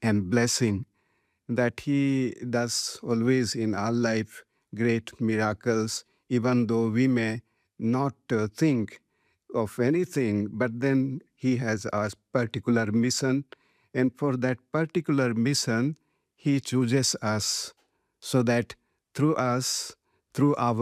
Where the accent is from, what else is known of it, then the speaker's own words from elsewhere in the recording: Chhattisgarh, India; I am from Chhattisgarh.